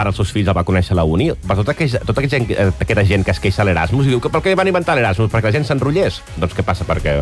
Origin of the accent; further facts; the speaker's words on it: Tarragona, Catalonia, Spain; Jo era un dels nadius, o sigui, jo soc de Tarragona i vaig estudiar a la Uni de Tarragona, per tant era del 5% que vivia a casa de la meva mare